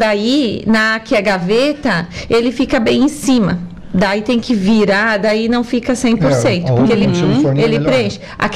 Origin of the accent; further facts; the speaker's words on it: São Marcos, Rio Grande do Sul, Brazil; accent: Serra Gaúcha; moved away; Eu sou natural de São Marcos, lá da Serra Gaúcha.